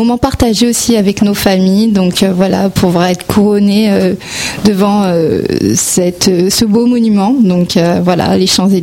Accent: Deuil-la-Barre, Île-de-France, France; now in Enghien-les-Bains, France; Non, j'ai déménagé, je suis de Deuil-la-Barre, donc j'ai déménagé en...

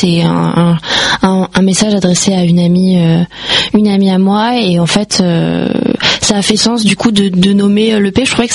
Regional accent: Paris, Île-de-France, France; born there; je viens de Paris. Voilà, je suis une parisienne

